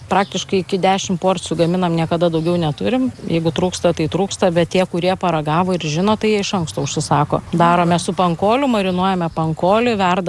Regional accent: Kaunas, Kaunas County, Lithuania; Šiaip esu pati kaunietė, vyras kilęs iš čia, iš Josvainių

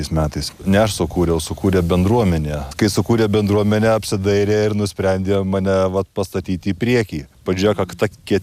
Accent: Dzūkija, Lithuania; Juokauju, kad čia gyvena priedzūkiai, nes aš esu dzūkas, o kas prie manęs gyvena, tai jie yra prie manęs, tai priedzūkiai.

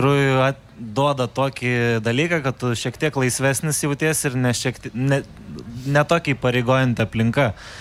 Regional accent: Vilnius, Vilnius County, Lithuania; Aš pats iš Vilnių, kai atvykau, tai GMD buvo mano karjeros pradžia.

